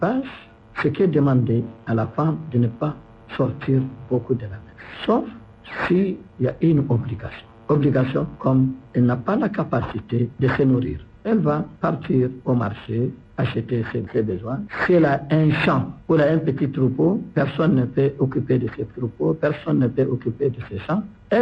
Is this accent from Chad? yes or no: yes; Chad; Chez nous, au Tchad